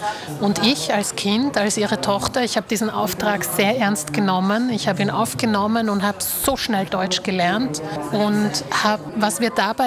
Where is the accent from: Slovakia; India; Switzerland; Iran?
Slovakia; first language Slovak; German is a second language; umso mehr und mehr habe ich auch ein bisschen meine Muttersprache verlernt. Und heute muss ich mich leider schon ein bisschen anstrengen, um gut Slowakisch zu sprechen.